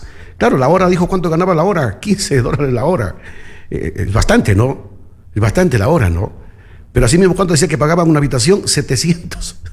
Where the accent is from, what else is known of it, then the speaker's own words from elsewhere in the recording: Ecuador; aquí hablo en el sector noroccidental y hablo de la parroquia Chuquibamba, mi tierra.